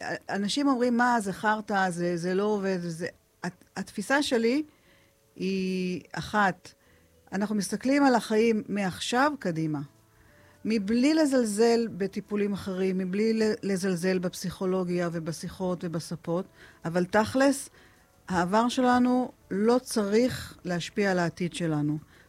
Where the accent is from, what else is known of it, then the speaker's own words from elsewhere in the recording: Eilat, Southern District, Israel; ההורים שלי הגיעו לפה ב-1960, אני נולדתי ב-1965 … הייתה גננת פה, עוזרת לגננת, גידלה את מיטב הגברברים פה באילת, שהיום הם כבר סבים בעצמם. שורשית אמיתית.